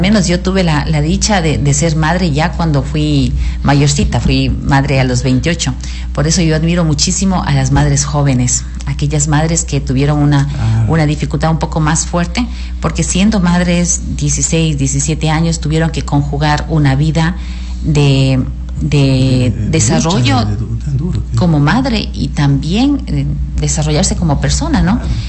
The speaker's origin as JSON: {"language": "Spanish", "town": "Gualaceo", "region": "Azuay", "country": "Ecuador", "tie": "born or raised there", "moved": "yes", "lives_now": "Morona Santiago, Ecuador", "said": "Bueno, yo vengo de Gualaceo"}